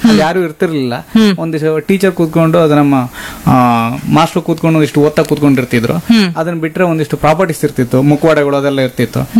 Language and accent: Kannada; Kundapura, Karnataka, India; ನಾನು ಕೂಡ ಇದೇ ಕುಂದಾಪುರದ ಹುಟ್ಟಿ ಬೆಳೆದವನು